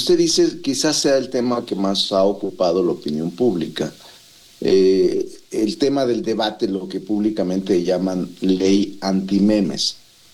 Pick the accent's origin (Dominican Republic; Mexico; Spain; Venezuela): Mexico; Fresnillo, Zacatecas; born there; moved away as an adult; now in Mexico City, Mexico; regidor de mi pueblo, Fresnillo, Zacatecas